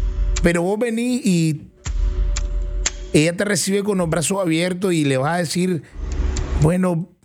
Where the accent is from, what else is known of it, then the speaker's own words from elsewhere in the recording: Nicaragua; Nosotros los nicos ya tenemos un sazón